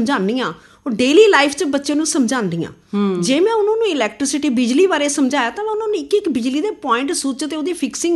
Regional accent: Patiala, Punjab, India

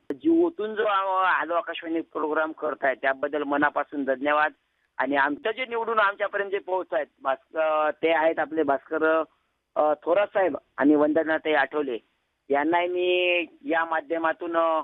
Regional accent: Khanapur Chitta, Maharashtra, India; born there; मराठवाडा विभाग, मराठवाडा विभागामध्ये हिंगोली जिल्हा, हिंगोली जिल्ह्यात खानापूर चित्ता माझे गाव

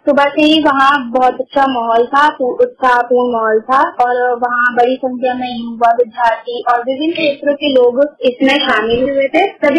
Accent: Rampur, Uttar Pradesh, India; मैं रामपुर से हूँ।

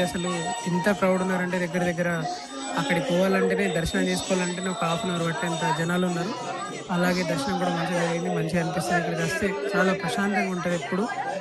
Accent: Vaddadi, Andhra Pradesh, India; మాది ఇక్కడ వడ్డాడి గ్రామం. దీనికి ఒక 10 కిలోమీటర్ల దూరంలో ఉంటుంది.

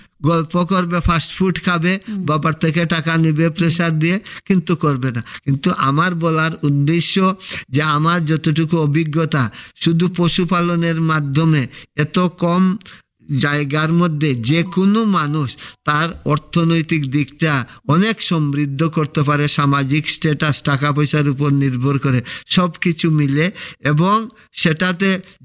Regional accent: Tripura, India

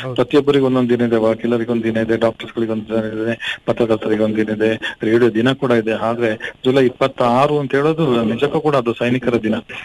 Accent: Kodagu, Karnataka, India; ನಮ್ಮ ಕೊಡಗಿನವರು

